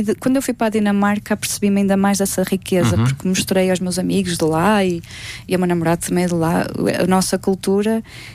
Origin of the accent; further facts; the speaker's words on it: Vila Real, Norte, Portugal; E o mirandês também é algo que sempre estava na parte de trás da minha cabeça enquanto transmontana. Ela existia, mas eu não falava mirandês com ninguém, porque em Vila Real.